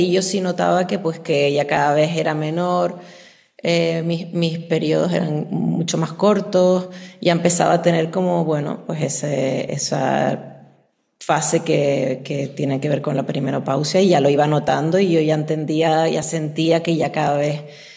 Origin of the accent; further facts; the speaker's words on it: Canary Islands, Spain; yo soy de las Islas Canarias, y entonces mis ancestras, pues los ancestros de las Islas Canarias, en Tenerife en concreto, momificaban.